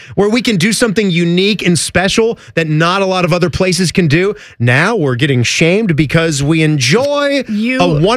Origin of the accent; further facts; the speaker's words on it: Virginia, United States; moved away as an adult; now in Ohio, United States; I grew up in Virginia.